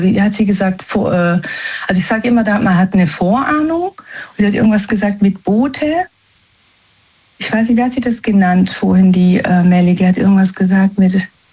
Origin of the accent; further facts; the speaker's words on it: Germany; born there; Also wir sind eigentlich Italiener, ja? Also in Deutschland geboren. also für italienische Familie und wir haben eigentlich nichts am Hut mit Frankreich, ne?